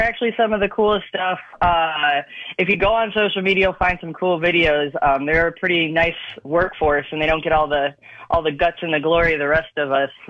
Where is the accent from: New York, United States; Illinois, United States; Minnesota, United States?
Illinois, United States; And I grew up in the Great Lakes area, Gurnee, Mundelein, Libertyville, northern Chicago.